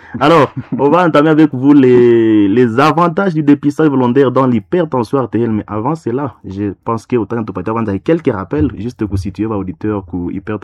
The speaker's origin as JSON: {"language": "French", "country": "DR Congo", "said": "combien de gens se font dépister dans les mondes en Afrique et chez nous, en RDC en particulier."}